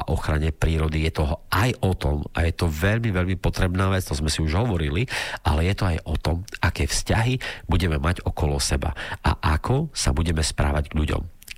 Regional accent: Bardejov, Prešov Region, Slovakia; ja pochádzam z Bardejova, z takého malého mestečka, ktoré je akože veľmi pekné.

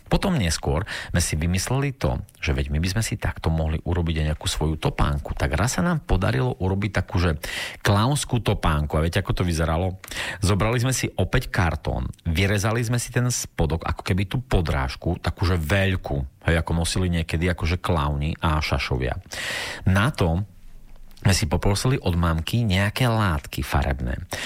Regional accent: Bardejov, Prešov Region, Slovakia; ja som vám hovoril, že teda pochádzam z Bardejova, že Bardejov teda bolo také obuvnícke mesto

